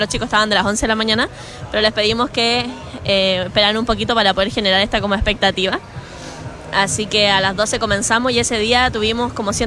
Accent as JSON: {"language": "Spanish", "town": "Iquique", "region": "Tarapacá", "country": "Chile", "said": "Yo soy muy iquiqueña"}